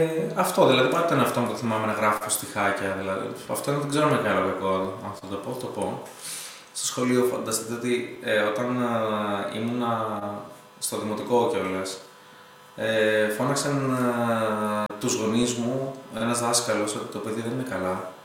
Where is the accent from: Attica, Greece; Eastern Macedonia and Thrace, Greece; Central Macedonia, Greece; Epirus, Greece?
Epirus, Greece; Ioannina; Εγώ γενικά γεννήθηκα και μεγάλωσα στην Ήπειρο, στα Γιάννενα.